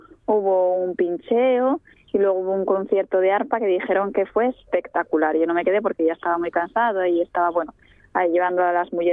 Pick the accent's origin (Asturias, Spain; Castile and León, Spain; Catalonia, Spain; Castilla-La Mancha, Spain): Asturias, Spain